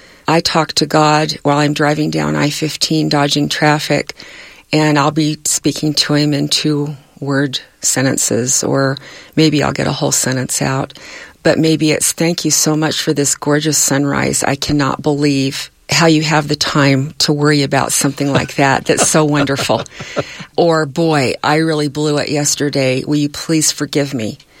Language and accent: English; California, United States; born there; I was born in California, and it was rather integrated down there.